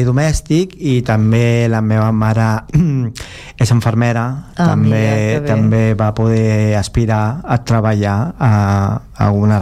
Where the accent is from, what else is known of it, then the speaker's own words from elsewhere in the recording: Barcelona, Catalonia, Spain; born there; jo vaig néixer a l'Hospital del Mar.